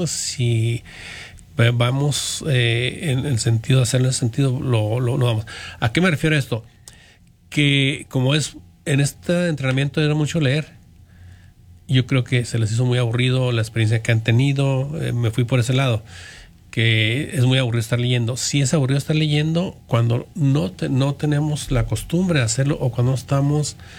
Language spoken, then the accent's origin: Spanish; Delicias, Chihuahua, Mexico; now in Wisconsin, United States; vengo de, vamos a decir, ¿de dónde vengo yo? De Chihuahua, delicia